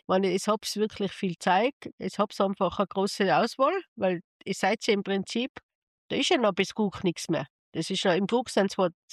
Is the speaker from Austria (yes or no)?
yes; Tyrol, Austria; Also in Tirol, wo ich herkomme, da ist ja die eins nach dem anderen zugesperrt, weil einfach sich keiner mehr gefunden hat.